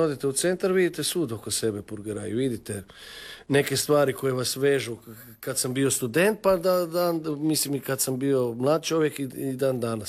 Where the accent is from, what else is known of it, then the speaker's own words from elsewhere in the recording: Zagreb, Zagreb County, Croatia; Rođen sam u Petrovoj bolnici sa 7 mjeseci, bio sam nedonošće, evo sad sam izrastao, imam 120 i nešto kila i 188 centimetara. Tako da je sve